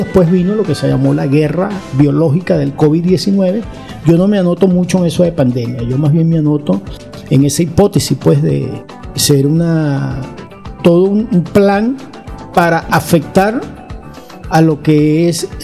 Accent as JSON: {"language": "Spanish", "region": "Barinas", "country": "Venezuela", "tie": "born or raised there", "moved": "as an adult", "lives_now": "Caracas, Venezuela", "said": "haciendo vida académica en la Universidad Central de Venezuela, aquí en Caracas, pues, desde que tuve que trasladarme de Barinas, mi tierra natal"}